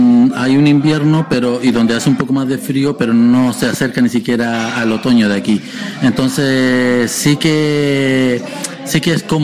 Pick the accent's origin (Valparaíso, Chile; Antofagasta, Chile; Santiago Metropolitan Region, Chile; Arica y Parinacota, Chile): Arica y Parinacota, Chile; Arica; now in San Sebastián, Spain; yo en mi ciudad natal, lluvia no veía.